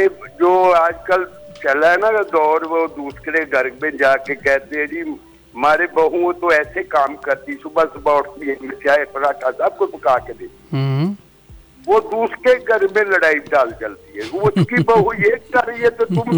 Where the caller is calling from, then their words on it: Punjab, Pakistan; ہم شاد باغ بیٹھے